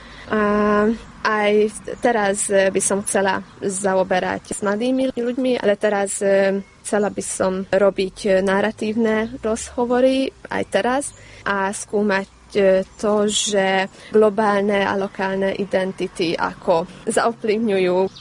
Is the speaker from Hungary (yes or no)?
yes; Tótkomlós, Békés, Hungary; now in Budapest, Hungary; pochádzam zo slovenského Komlouša, teraz bývam v Budapešti